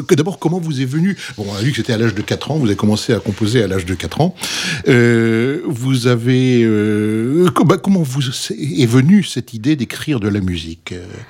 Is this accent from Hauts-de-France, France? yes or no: yes; Lille, Hauts-de-France, France; moi aussi, je suis lillois.